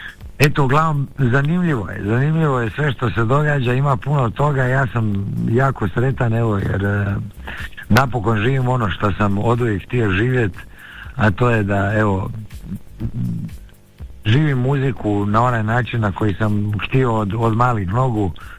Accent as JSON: {"language": "Croatian", "country": "Croatia", "said": "samo što malo kod nas u Hrvatskoj je malo teže s dozvolama, malo se teže dobijaju dozvole"}